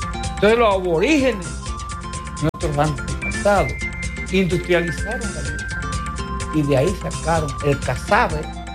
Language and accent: Spanish; Juan López, Espaillat, Dominican Republic; la zona donde tú vives, donde yo nací, Juan López